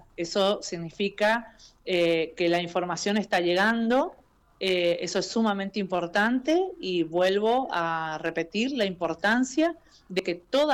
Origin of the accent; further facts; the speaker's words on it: Puerto San Julián, Santa Cruz, Argentina; Nosotras somos de Puerto San Julián